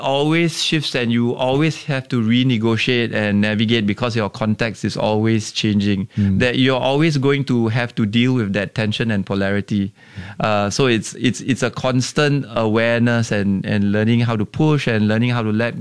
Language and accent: English; Singapore